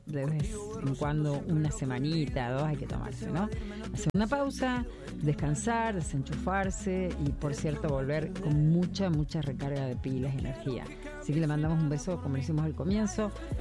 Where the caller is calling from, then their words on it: El Trébol, Santa Fe, Argentina; del Trébol, provincia de Santa Fe.